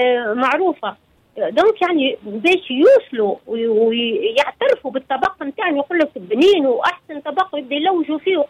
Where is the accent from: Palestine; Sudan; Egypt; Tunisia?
Tunisia; now in Italy; احنا كسكسينا ما شاء الله عليه، يعني كسكسي تونسي